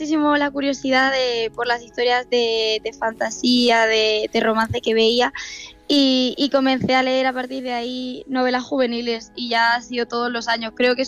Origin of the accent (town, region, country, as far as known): Murcia, Region of Murcia, Spain